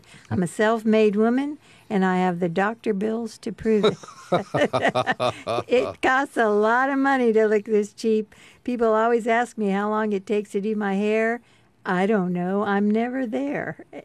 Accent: the South, United States; growing up in the South

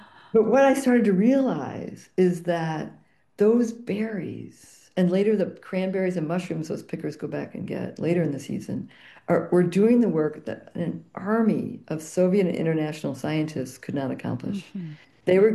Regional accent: Chicago, Illinois, United States; I grew up in Chicagoland

